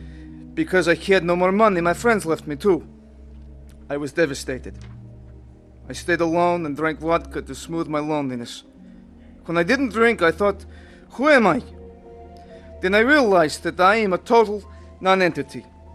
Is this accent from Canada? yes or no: no; Russia; In Russia, we were taught that God does not exist.